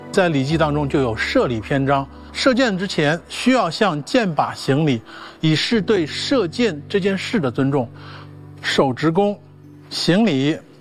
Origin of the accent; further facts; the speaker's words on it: China; 我们中国人